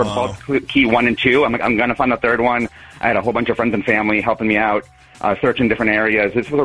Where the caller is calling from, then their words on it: Mundelein, Illinois, United States; I live in Mundelein